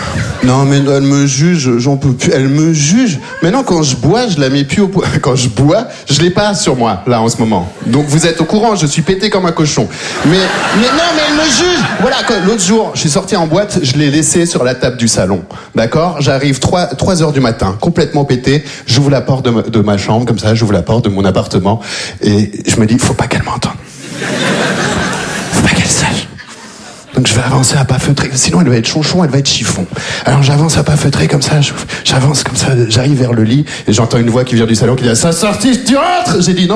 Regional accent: Belgium; Je viens de Belgique, je suis arrivé en Belgique quand j'avais 3 ans. J'ai vécu toute ma vie là-bas.

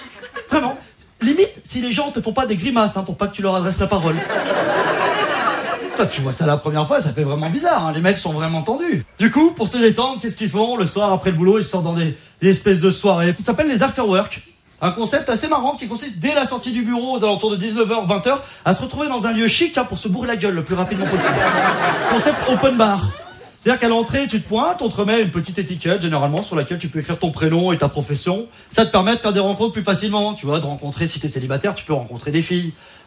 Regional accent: Auvergne-Rhône-Alpes, France; Moi, je viens de Savoie, d'un petit village de montagne.

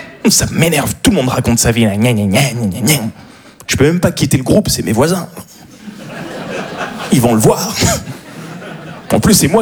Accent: Paris, Île-de-France, France; Je suis un Parisien, voilà ce que je suis.

